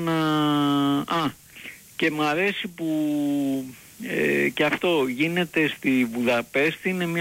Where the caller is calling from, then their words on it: Pagkrati, Attica, Greece; από το Παγκράτη.